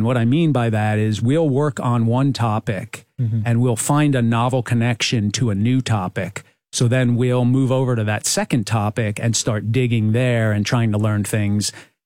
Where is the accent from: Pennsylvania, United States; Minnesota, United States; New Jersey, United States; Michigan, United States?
New Jersey, United States; I grew up in New Jersey, and for college, I went to Rutgers University.